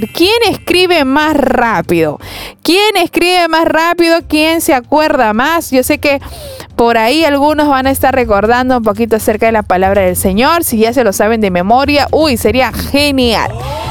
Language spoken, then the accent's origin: Spanish; Peru